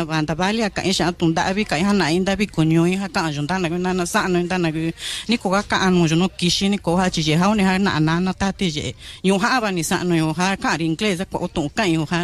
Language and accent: Spanish; San Miguel Aguacates, Mexico; yo me presento como representante de mi pueblo, de San Miguel Aguacates, para que pues a nuestros hijos, como les digo, que no olviden la cultura